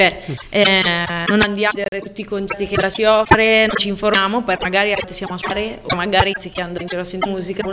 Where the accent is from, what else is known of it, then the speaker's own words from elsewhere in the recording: Lombardy, Italy; moved away as an adult; now in Cremona, Italy; io che vivo in città perché sono di campagna, cioè sono dal Morno, ma vivo a Cremona da 2 anni, da qui vivo proprio a città